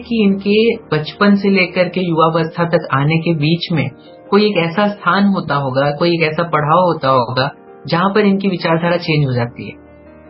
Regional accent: Chhattisgarh, India

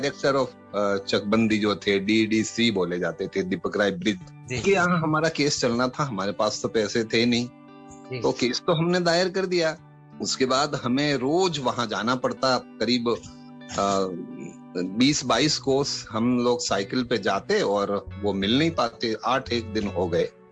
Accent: Etawah, Uttar Pradesh, India; born there; now in Ahmedabad, India; UP के Etawah district में हमारी जन्मभूमि रही है।

